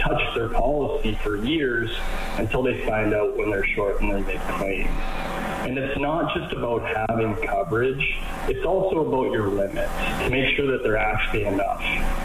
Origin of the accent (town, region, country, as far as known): Red Deer, Alberta, Canada; born or raised there